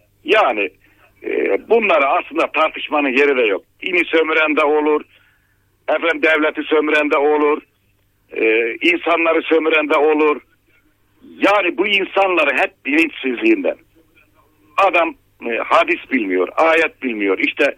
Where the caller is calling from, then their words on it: Kahramanmaraş, Turkey; Kahramanmaraş'tan